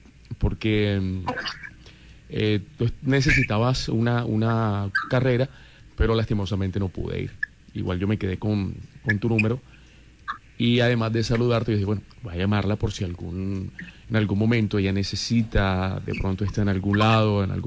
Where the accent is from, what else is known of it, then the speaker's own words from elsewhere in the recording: Barranquilla, Atlántico, Colombia; Yo soy de aquí de Barranquilla.